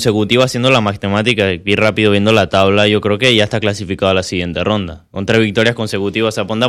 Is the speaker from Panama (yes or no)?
yes; Chame, Panamá Oeste, Panama; Está por mi tierra. La tierra del Chicheme, tierra.